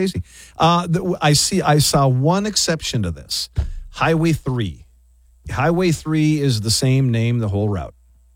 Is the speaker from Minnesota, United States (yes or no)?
yes; Minneapolis, Minnesota, United States; Because growing up in Minneapolis, they would, you know, there would be a lot of the streets were named after presidents.